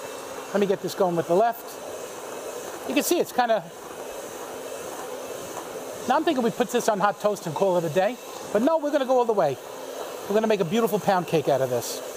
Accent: West Babylon, New York, United States; the community where I grew up in West Babylon was really a very Catholic community

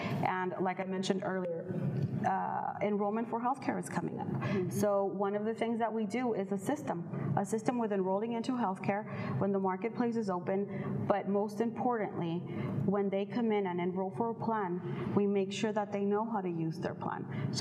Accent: Brownsville, Texas, United States; born there; also born or lived in Matamoros, Mexico; I'm from Brownsville. I grew up in Brownsville. I grew up in Matamoros.

